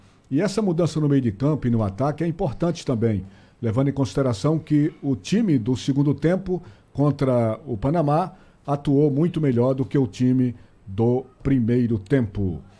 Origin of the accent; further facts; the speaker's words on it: Recife, Pernambuco, Brazil; sou da Macaxeira.